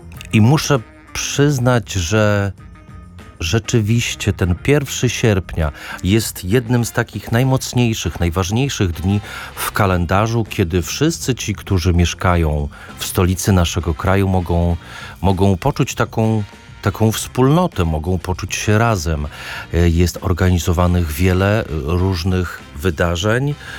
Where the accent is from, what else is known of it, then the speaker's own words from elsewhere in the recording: Podlaskie Voivodeship, Poland; born there; now in Warsaw, Poland; ja nie urodziłem się w Warszawie, urodziłem się na Podlasiu, ale z Warszawą jestem związany już od ponad 20 lat i właśnie tutaj mieszkam już od ponad 20 lat